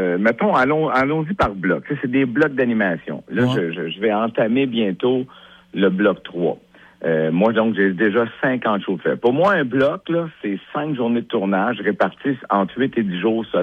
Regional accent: Sainte-Clotilde, Quebec, Canada; born there; also born or lived in Montreal; moi, je viens de Mansou. Je suis né à Montréal, tu sais, mais Sainte-Clotilde, en fait, ma première maison, première demeure à Sainte-Clotilde.

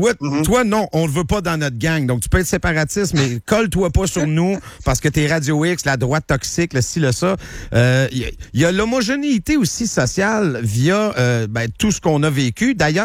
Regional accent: Quebec, Canada

